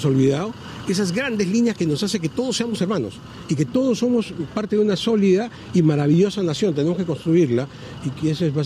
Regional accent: Peru; mi primer encargo es tratar de buscar aquellas grandes líneas que nos definen a todos como peruanos.

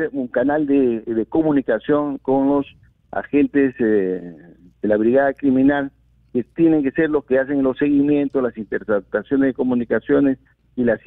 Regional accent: Peru; nosotros como peruanos

